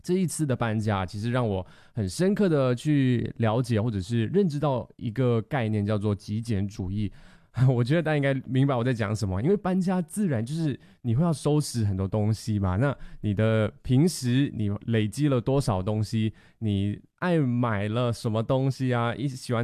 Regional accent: Malaysia; 我觉得这可能对于我们马来西亚人来讲呢

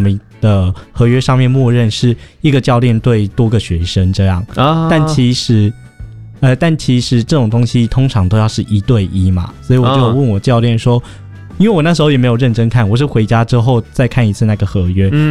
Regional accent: Taiwan; born there; 原来我生在这么漂亮的地方。

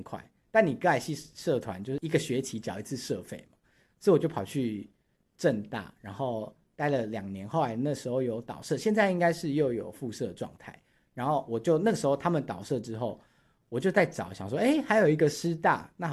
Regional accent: Taiwan; first language Taiwanese Hokkien; Chinese is a second language; 我学语言我是先学台语才学

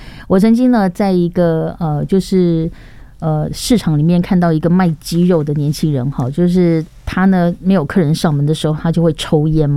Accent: Taiwan

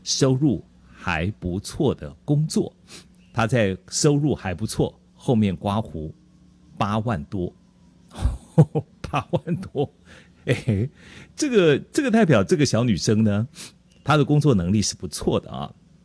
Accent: Taitung, Taitung County, Taiwan; also born or lived in Taipei; 我还是决定要回到台东我的故乡去。

